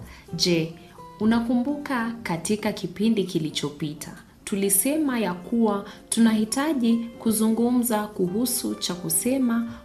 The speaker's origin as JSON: {"language": "Swahili", "region": "Nairobi", "country": "Kenya", "tie": "born or raised there", "said": "Kung Lili na Kensha Oshwai wanasafiri kuelekea Nairobi, huku Kenya. Huu ni mji wangu wa nyumbani."}